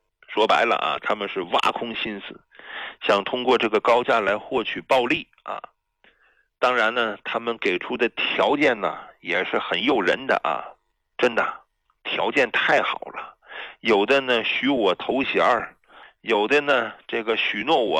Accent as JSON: {"language": "Chinese", "country": "China", "said": "朋友们呢、啊、作为中国人，我这"}